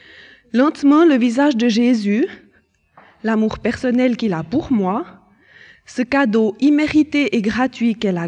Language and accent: French; Lausanne, Vaud, Switzerland; born there; Je suis née à Lausanne et j'ai été baptisée dans la foi catholique. En famille, nous allions tous les dimanches à la messe. L'église, la religion ont donc tenu une place importante dans mon enfance.